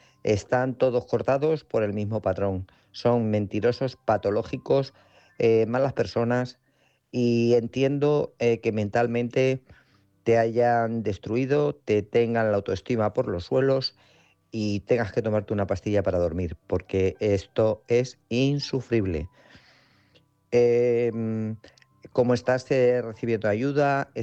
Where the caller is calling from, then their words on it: Guadalajara, Castilla-La Mancha, Spain; de Guadalajara.